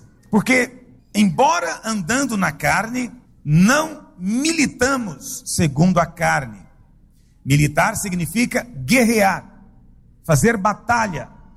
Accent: Goiânia, Goiás, Brazil; De onde você é? Ah, sou de Goiânia. Ah, Goiânia, já estive lá.

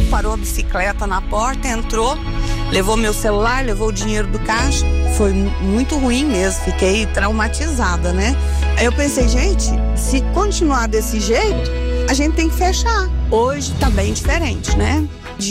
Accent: Goiânia, Goiás, Brazil; Eu sou goianiense.

